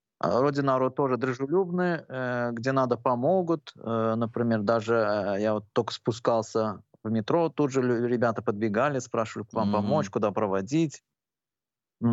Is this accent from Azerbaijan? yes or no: yes; Azerbaijan; я азербайджанец